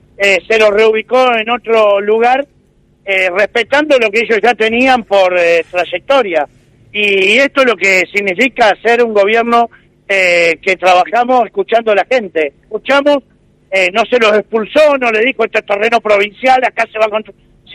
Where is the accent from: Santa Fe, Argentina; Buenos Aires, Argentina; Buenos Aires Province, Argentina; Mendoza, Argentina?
Santa Fe, Argentina; para los que somos santafesinos